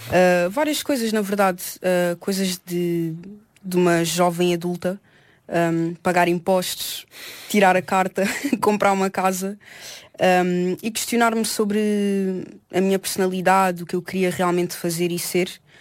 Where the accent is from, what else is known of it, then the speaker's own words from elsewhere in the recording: Santiago, Cape Verde; Portanto, nós somos da Ilha de Santiago